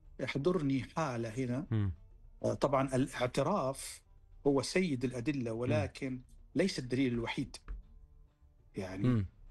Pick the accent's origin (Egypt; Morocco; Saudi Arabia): Saudi Arabia; عندنا في السعودية هنا